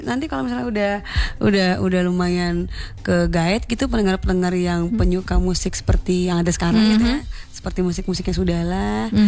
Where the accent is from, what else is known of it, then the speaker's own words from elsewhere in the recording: Padang, West Sumatra, Indonesia; Tapi gak menutup kemungkinan kita sebagai orang Minang Padang legasinya apa nih tahu diaminkan oleh alam ya.